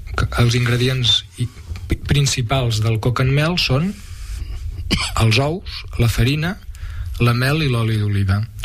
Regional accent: Reus, Catalonia, Spain; Jo sempre dic que sóc de Reus.

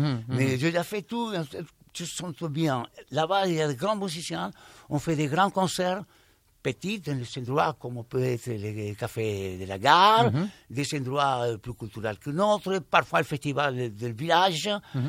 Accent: France; now in El Bolsón, Argentina; il m'a dit que je suis arrêté, et c'était juste le village où je suis maintenant. C'est vrai? Je suis parti de France, si.

